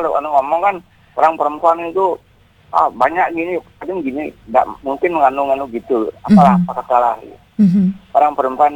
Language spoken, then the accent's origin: Indonesian; Bali, Indonesia; also born or lived in Surabaya; Tapi saya orang Bali ya. Di sini pun banyak saudara saya.